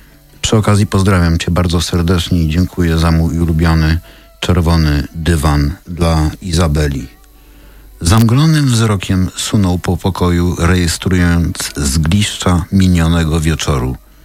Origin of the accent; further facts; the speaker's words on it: Warsaw, Masovian Voivodeship, Poland; bo ja jestem warszawianinem.